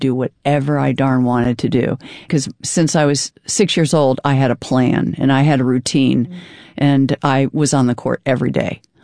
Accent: United States; I came from America.

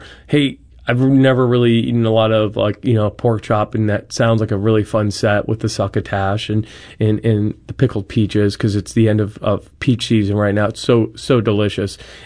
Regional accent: Santa Fe, New Mexico, United States; also born or lived in Chicago; now in St. Louis, United States; I loved growing up in Santa Fe, New Mexico. My family, you know, had a restaurant there for 27 years.

